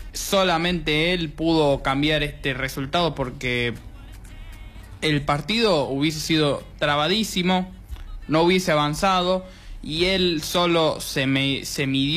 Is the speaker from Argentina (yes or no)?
yes; Argentina